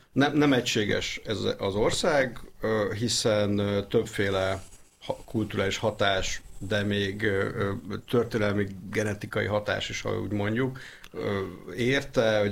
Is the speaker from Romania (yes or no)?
no; Hungary